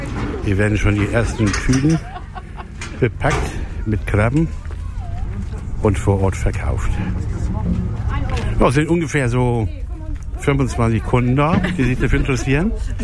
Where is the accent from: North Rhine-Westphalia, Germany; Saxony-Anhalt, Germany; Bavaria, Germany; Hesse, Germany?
Hesse, Germany; Bad Soden; ja, wir sind aus Offenbach, ja, ich bin aus Bad Soden.